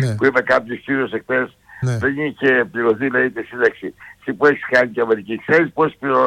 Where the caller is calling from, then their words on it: Paralio Astros, Peloponnese, Greece; από τον Παράγιο Άστρος.